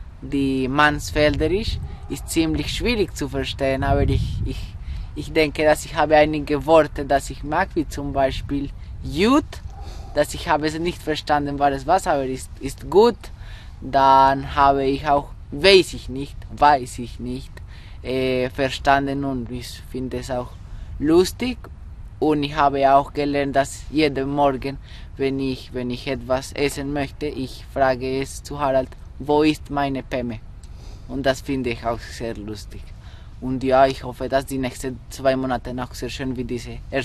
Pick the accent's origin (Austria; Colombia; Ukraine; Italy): Colombia; Bogotá, Bogotá Capital District; German is a second language; now in Germany; Ich bin 15 Jahre alt. Ich komme aus Bogotá, der Hauptstadt von Kolumbien.